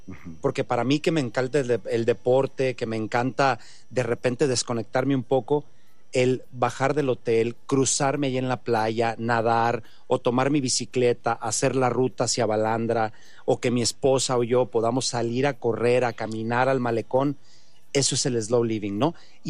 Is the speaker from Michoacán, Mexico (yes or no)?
yes; Michoacán, Mexico; now in Guadalajara, Mexico; Algunos desarrollos residenciales en Michoacán, de donde soy originario, aunque tengo ya más de 20 años viviendo en Guadalajara.